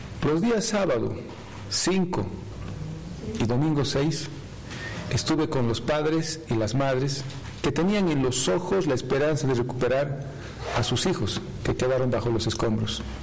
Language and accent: Spanish; Bolivia; Lo hice como padre, lo hice como boliviano